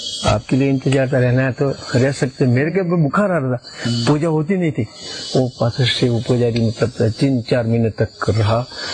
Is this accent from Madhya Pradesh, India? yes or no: no; Dhavli, Rajasthan, India; हमारा गांव धवली है।